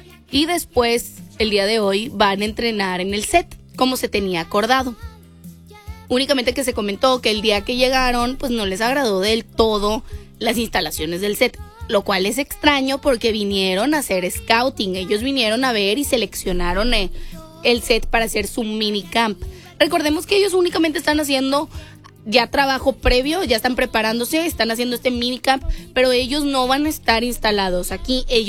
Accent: Mexico; ese 12º jugador que somos todos nosotros mexicanos, que estamos recibiendo en casa

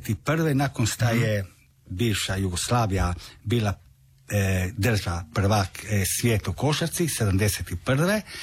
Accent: Pula, Istria County, Croatia; ja sam zajedno sa bratom do 93. smo imali isključivo talijansko državljanstvo i 93. smo, pošto smo rođeni u Puli, smo dali zahtjev i imao mi hrvatsko državljanstvo.

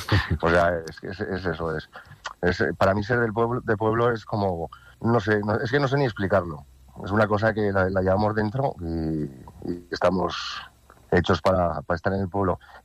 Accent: Aragon, Spain; sobre todo es en las cuencas mineras, se encuentra en la comarca Sierra de Arcos. ¿Qué voy a decir yo de mi pueblo, no? Es bello.

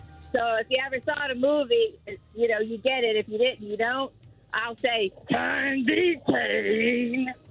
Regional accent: Louisiana, United States; Now, every time I go over the river, because I'm from Louisiana, or any time I cross, you know, any kind of water and I see a boat, it's like, hey, that's Piggy.

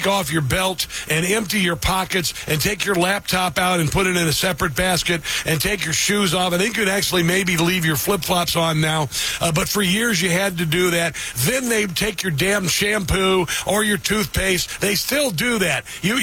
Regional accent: Omaha, Nebraska, United States; Epley Airfield in my hometown of Omaha, Nebraska. Saw many relatives off in that airport when I was growing up.

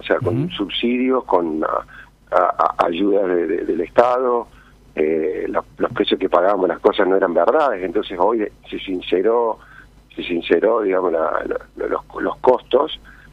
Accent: Córdoba, Argentina; yo soy cordobés

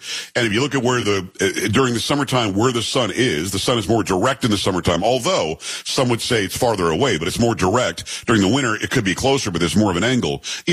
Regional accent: Florida, United States; also born or lived in New York; we had daylight savings time when I grew up in Florida. I'm from New York originally. We spent a lot of time in Michigan and so on.

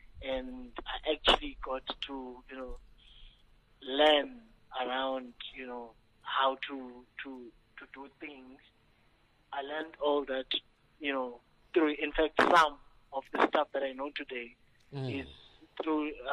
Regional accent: Sigisigi, Eastern Cape, South Africa; by the way, I'm from the Sigisigi, a small town in Eastern Cape.

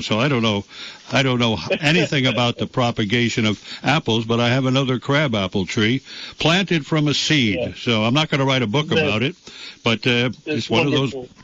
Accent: New York City, New York, United States; growing up in the Bronx, all I knew was doo-wop and the pool halls

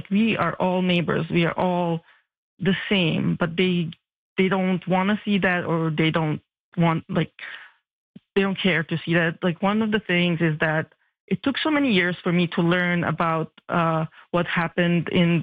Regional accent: Bosnia & Herzegovina; now in Vancouver, Canada; I came to Canada as a refugee from the Bosnian War, and it was through a program called Settlement Canada

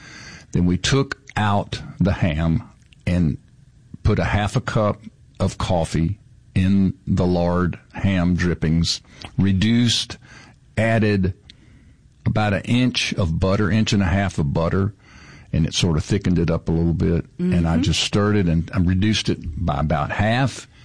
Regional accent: Boonville, United States; We're talking about growing up in Boonville and, you know, our families.

